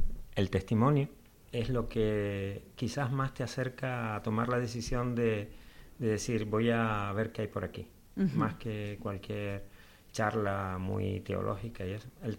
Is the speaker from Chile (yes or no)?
no; Telde, Canary Islands, Spain; somos de Telde, mi abuelo materno, mis abuelos maternos vivían en San Antonio